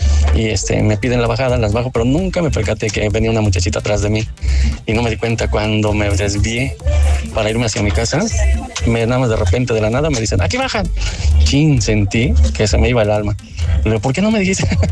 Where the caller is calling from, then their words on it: Nuevo Necaxa, Puebla, Mexico; soy de Nuevo Necaxa, Puebla.